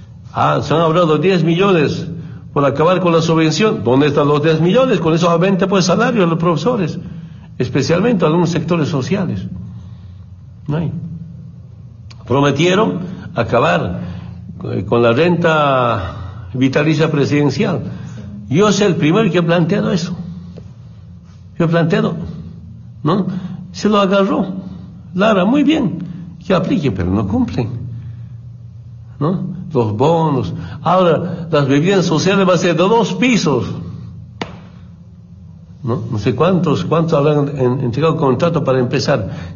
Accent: Orinoco, Oruro, Bolivia; moved away; Yo cuando me vine de Orinoco acá, de Oruro al trópico, quería plantar plátano, naranja, coca, y quería estudiar, quería ser periodista.

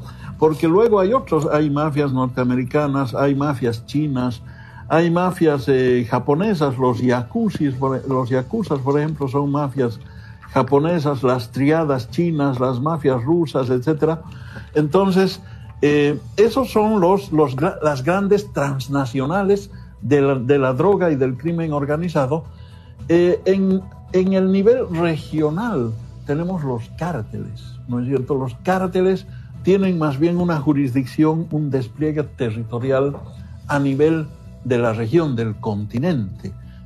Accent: Bolivia

